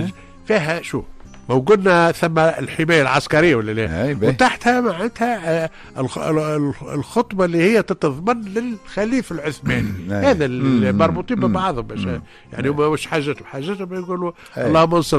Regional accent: El Kef, Kef Governorate, Tunisia; بلادي ومدينتي

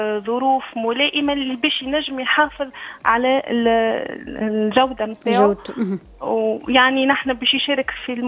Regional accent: Tunisia; نحن ذواقين التوينسة دارسين في الخارج، متحصلين على شهادات معترف بها من المجلس الدولي للزيتون، رجعنا لبلادنا

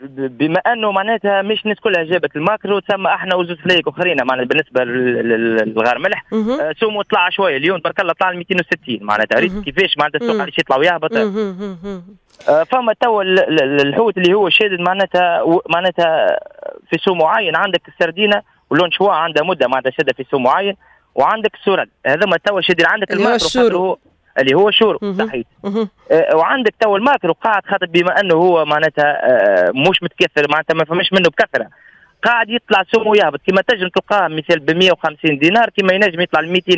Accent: Bizerte Governorate, Tunisia; accent: Bizerte dialect; احنا نقولوا له شرش باللغه الدارجه نتاع بنزرت

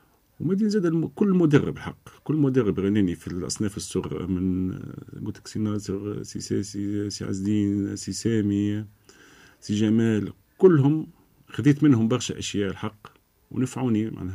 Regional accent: Gafsa, Gafsa Governorate, Tunisia; أنا من قفصة

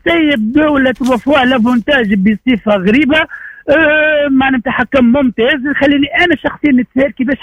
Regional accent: Tunisia; نحب نحكي حاجه معناها كتونسي

